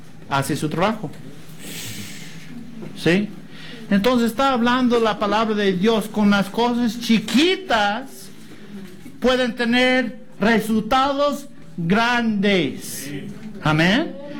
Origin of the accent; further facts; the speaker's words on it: United States; moved away; creciendo en los Estados Unidos